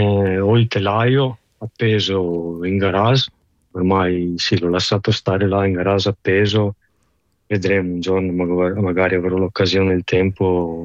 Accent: Šišan, Istria County, Croatia; io sono nato a Sissano, vicino a Pola

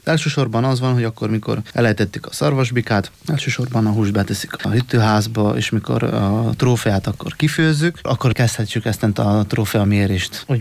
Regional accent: Slovenia; magyar határon, ami megy föl Dobronak, meg Goricskó felé, ottan van legjobban a szarvasállomány. Otthon, Szlovéniában itt vannak a legnagyobb bikák.

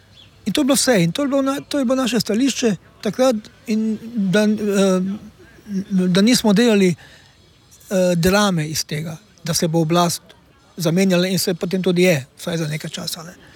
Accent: Styria, Slovenia; kot pravimo Štajerci, Gleichschaltunge

